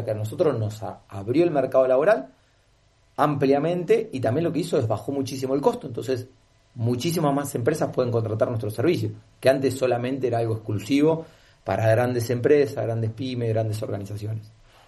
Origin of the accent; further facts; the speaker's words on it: Argentina; Nosotros como Argentina todavía seguimos teniendo un montón de oportunidades para desarrollarnos.